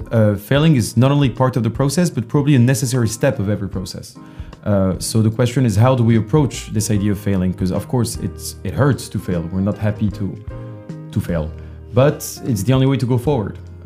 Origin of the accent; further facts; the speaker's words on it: Paris, Île-de-France, France; English is a second language; I'm from France, I'm from Paris, but I've been here for quite a long time.